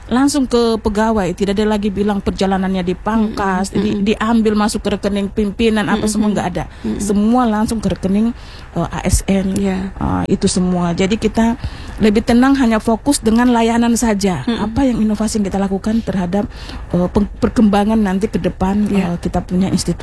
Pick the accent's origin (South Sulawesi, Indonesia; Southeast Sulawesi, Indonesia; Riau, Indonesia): Southeast Sulawesi, Indonesia; Memang saya suku Munan tapi kita besar di sini. Dan saya itu lebih banyak menguasai bahasa-bahasa lagu-lagu daerah Tolaki.